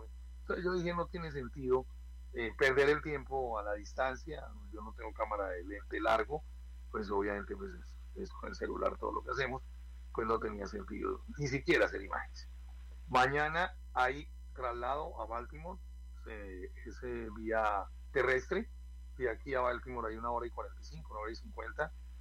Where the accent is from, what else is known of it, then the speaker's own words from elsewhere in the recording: Colombia; en Colombia, como todo lo queremos gratis, y sobre todo en mi tierra